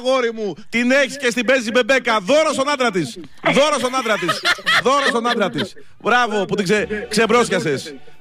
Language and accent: Greek; Aigio, West Greece, Greece; Λοιπόν, εγώ τους έχω προκαλέσει να έρθουν στο χωριό μου στο Αίγιο.